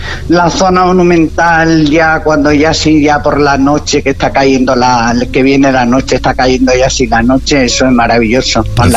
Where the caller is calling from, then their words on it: Cáceres, Extremadura, Spain; de Cáceres, Extremadura.